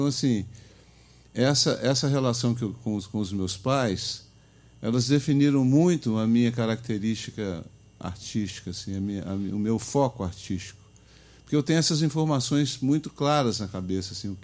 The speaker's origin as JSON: {"language": "Portuguese", "town": "Varginha", "region": "Minas Gerais", "country": "Brazil", "tie": "born there", "moved": "yes", "said": "um pai nordestino, uma mãe carioca, e eu fui nascer em Varginha, no sul de Minas."}